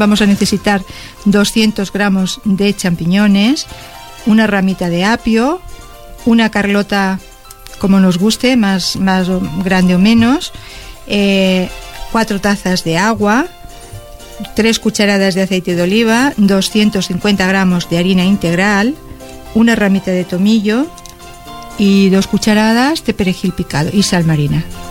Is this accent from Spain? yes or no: yes; Andalusia, Spain; moved away; soy andaluza